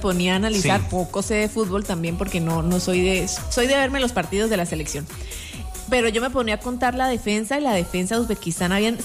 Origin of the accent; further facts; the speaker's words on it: Norte de Santander, Colombia; los más de 1.300.000 norte santanderianos que estamos habilitados para salir a votar este domingo